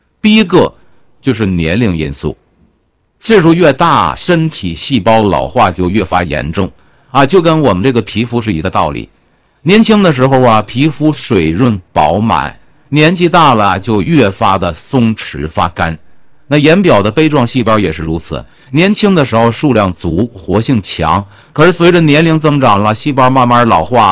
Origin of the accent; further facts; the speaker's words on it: Northeast China, China; 我记得小时候在东北啊